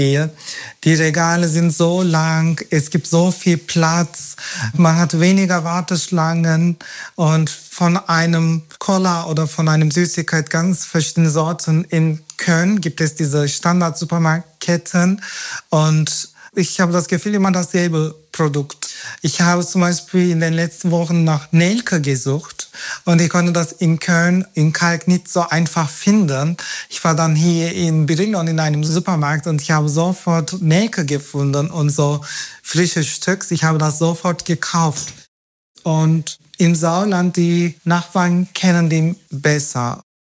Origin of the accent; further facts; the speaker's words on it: Turkey; German is a second language; now in Germany; Viele meiner Freunde wohnen auch nicht mehr in meinem Heimatstadt, wenn ich dahin gehe.